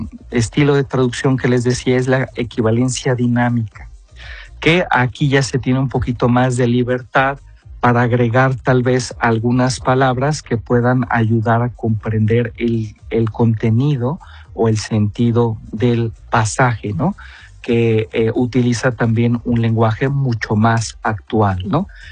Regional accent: Mexico; yo como mexicano utilizamos una frase que dice "hay de chile mole y pozole", ¿no? Que no se entiende en otros países

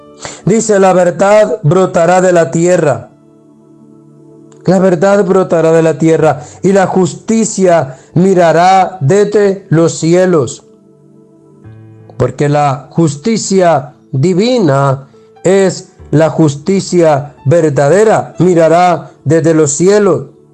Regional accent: Honduras

